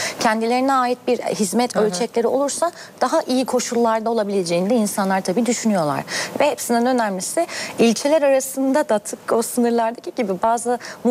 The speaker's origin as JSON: {"language": "Turkish", "region": "Istanbul", "country": "Turkey", "tie": "born there", "said": "biz İstanbullular olarak"}